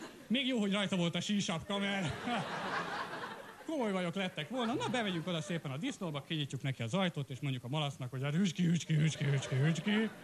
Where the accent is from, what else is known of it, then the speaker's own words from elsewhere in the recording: Budapest, Hungary; Én ilyen pesti gyerek vagyok